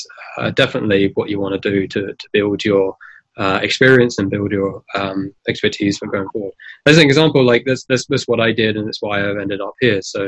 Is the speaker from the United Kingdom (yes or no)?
yes; England, United Kingdom; I'm from England